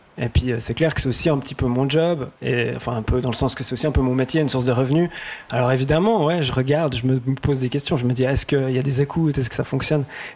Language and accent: French; Fribourg, Switzerland; comme je viens de Fribourg